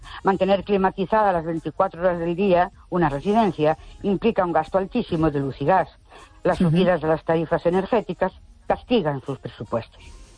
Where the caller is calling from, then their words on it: Ourense, Galicia, Spain; de Ourense.